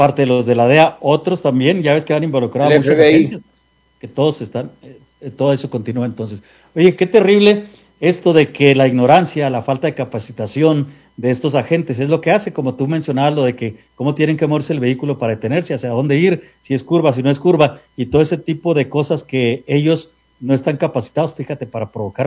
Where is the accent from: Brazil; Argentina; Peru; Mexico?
Mexico; now in United States; pues vivimos acá, pero somos gente de México